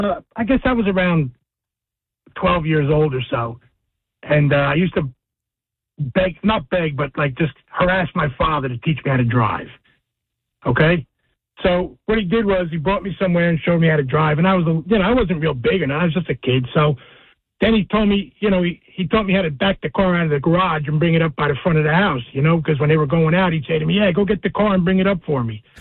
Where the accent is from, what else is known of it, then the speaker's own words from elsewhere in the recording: Kenilworth, New Jersey, United States; I grew up in Kenilworth